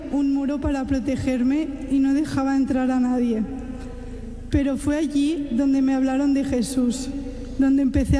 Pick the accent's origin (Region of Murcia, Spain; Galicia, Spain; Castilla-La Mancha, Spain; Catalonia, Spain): Catalonia, Spain; Barcelona; Vengo de una familia pequeña, de un barrio muy humilde de Barcelona.